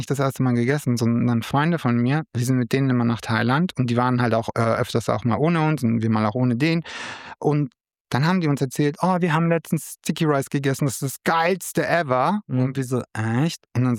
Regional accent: Rotenburg, Germany; Bei uns in Rotenburg, wo ich herkomme, da wird halt zu Weihnachten, ist dann überall so geschmückt, so mit Geschenkeboxen und alles.

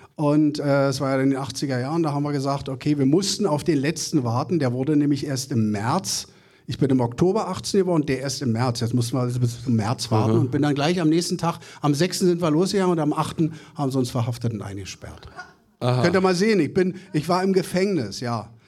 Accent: Berlin, Germany; Urberliner. Hört man, ne? Ich bin Berliner, also ganz, ganz echt. Ich bin jetzt an den Stadtrand gezogen. Mir wurde das hier zu viel in Berlin.

